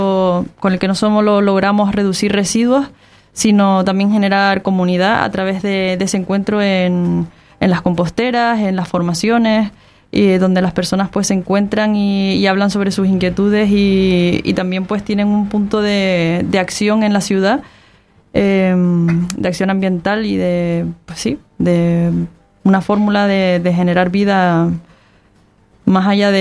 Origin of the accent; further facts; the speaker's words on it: Canary Islands, Spain; somos los canarios los que tenemos que compensar esa huella de carbono